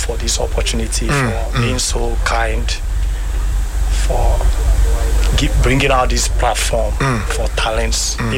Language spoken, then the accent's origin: English; Eastern Nigeria, Nigeria; moved away; I'm from the eastern part of Nigeria